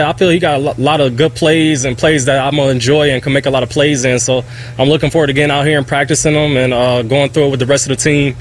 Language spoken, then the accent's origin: English; Cleveland, Ohio, United States; I'm from Cleveland. You know, this is the city I'm from. I've always played in Ohio. I'm an Ohio kid